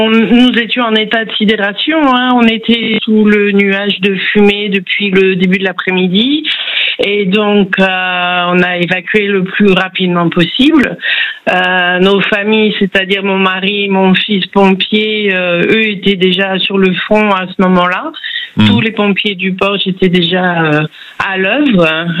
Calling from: Le Porge, Nouvelle-Aquitaine, France; moi, je suis habitante du Porge

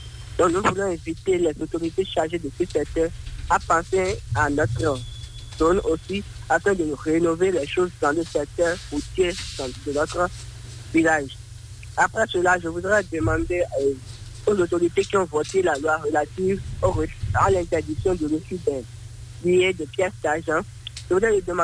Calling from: Abomey-Calavi, Atlantique, Benin; Je vous appelle depuis Agomé.

